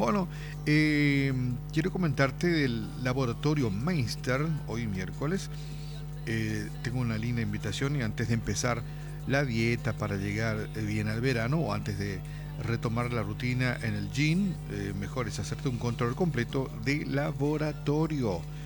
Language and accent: Spanish; Puerto Casado, Alto Paraguay, Paraguay; Soy de Puerto Casado, quiero ganarme la entrada.